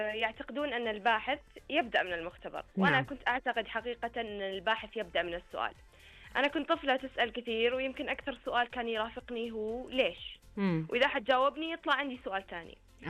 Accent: Saudi Arabia; أنا كطالبة سعودية

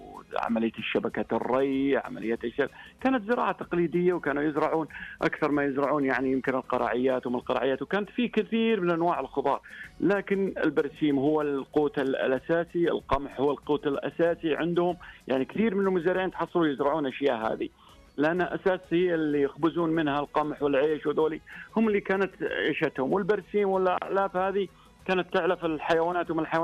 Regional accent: Saudi Arabia; في مملكتنا الغالية

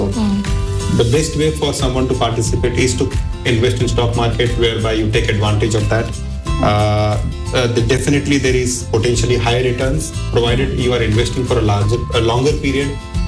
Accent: Mumbai, Maharashtra, India; I'm from Mumbai in India.

